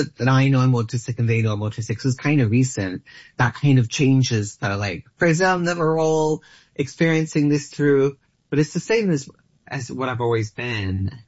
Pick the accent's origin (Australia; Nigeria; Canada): Australia